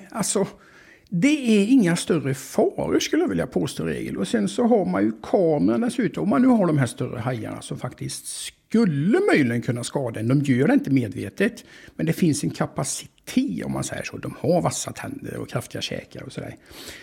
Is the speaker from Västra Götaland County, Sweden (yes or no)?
yes; Skövde, Västra Götaland County, Sweden; Jag är uppvuxen i Skövde, mitt ute på slätten.